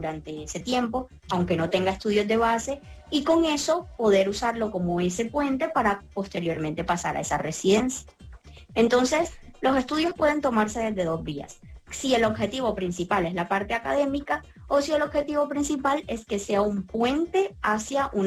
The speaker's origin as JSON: {"language": "Spanish", "town": "Barranquilla", "region": "Atlántico", "country": "Colombia", "said": "Yo soy de Barranquilla."}